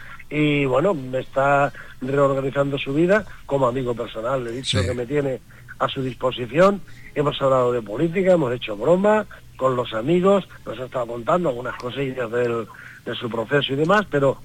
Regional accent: Villanueva de la Serena, Extremadura, Spain; moved away; Estoy en mi tierra natal, estoy en mi pueblo, en Villanueva de la Serena.

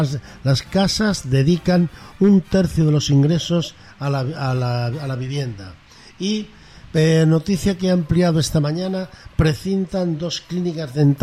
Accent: Villanueva de la Serena, Extremadura, Spain; Es que es mi pueblo natal, pero hay un titular que merece la pena.

